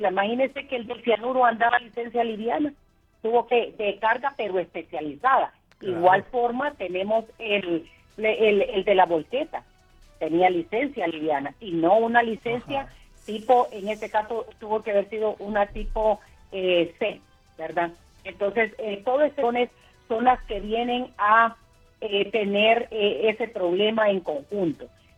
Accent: Siguatepeque, Comayagua, Honduras; Porque soy de Siguatepeque, Comayagua

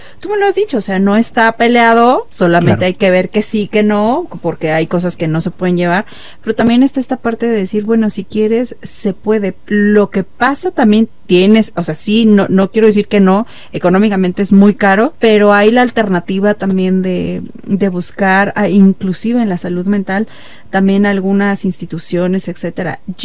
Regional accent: Mexico; somos el mexicano

